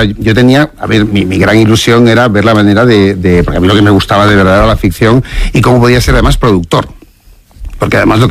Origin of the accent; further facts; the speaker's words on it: Seville, Andalusia, Spain; now in Madrid, Spain; Trabajo como becario en Madrid cuando vine de Sevilla